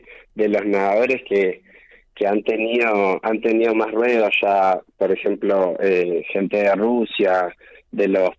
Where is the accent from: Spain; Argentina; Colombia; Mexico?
Argentina; Bueno, como argentino tiene de especial el como estar en casa, ¿no? Yo tuve la posibilidad de viajar a Europa y representar a Argentina